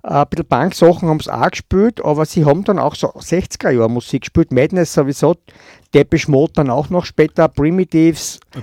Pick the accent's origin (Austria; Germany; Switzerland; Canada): Austria; Styria; Also ich bin aus Kohlsdorf gekommen